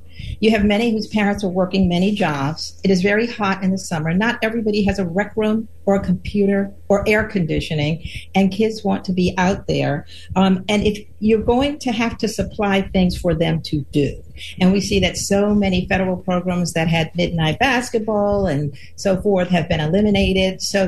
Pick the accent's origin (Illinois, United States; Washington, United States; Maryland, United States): Maryland, United States; Baltimore; the mayor of Baltimore, my hometown, Brandon Scott